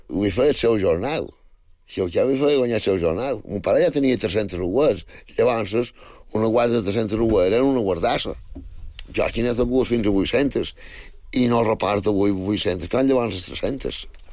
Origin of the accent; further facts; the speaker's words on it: Balearic Islands, Spain; born there; Bueno, vaig néixer fa jo, a Sant Triau, en el barri de Sant Maixida. Això està ara anant cap a Campos